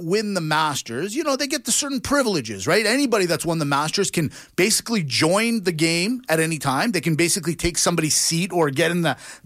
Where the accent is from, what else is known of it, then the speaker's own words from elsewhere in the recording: Canada; we might be two Greek guys, but we're proudly Canadian.